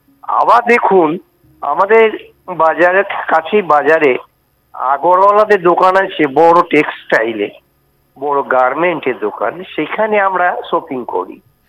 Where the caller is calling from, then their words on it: West Bengal, India; West Bengal Birbhum থেকে